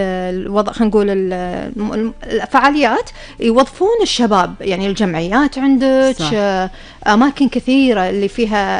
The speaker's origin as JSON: {"language": "Arabic", "country": "Kuwait"}